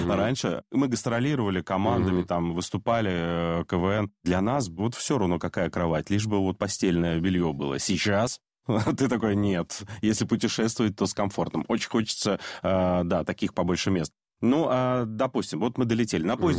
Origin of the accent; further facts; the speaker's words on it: Novy Urengoy, Yamalo-Nenets Autonomous Okrug, Russia; Слушай, я вырос в Ямало-Ненецком автономном округе, mm-hmm. в городе Новый Уренгой